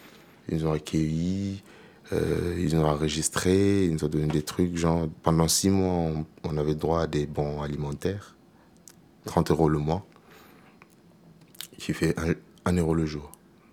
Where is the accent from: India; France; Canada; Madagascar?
Madagascar; on a essayé de discuter, on vient de Madagascar, je lui ai expliqué tout, tout, tout, tout, on vient juste d'atterrir